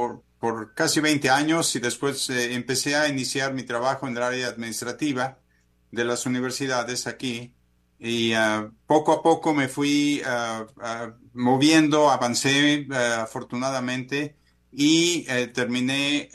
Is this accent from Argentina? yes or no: no; Mexico City, Mexico; Chilango, ¿verdad? Nací en la Ciudad de México, crecí por los alrededores. Mi mamá era de Oaxaca, mi papá de Toluca, y crecí yo por los alrededores.